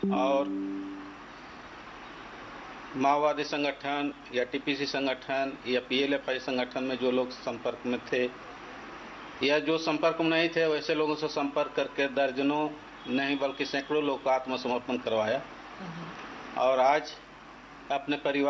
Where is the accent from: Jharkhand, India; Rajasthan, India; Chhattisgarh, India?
Jharkhand, India; Palamu district; ग्राम हितडीहा थाना मनातु पलामू जिला के रहने वाला हूँ